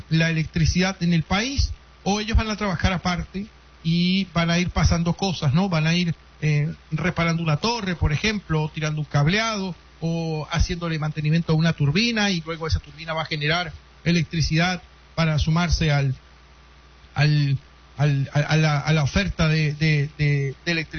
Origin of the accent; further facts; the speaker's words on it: Venezuela; me gustaría saber como venezolano.